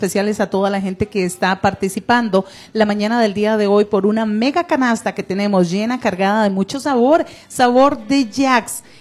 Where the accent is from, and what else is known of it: Costa Rica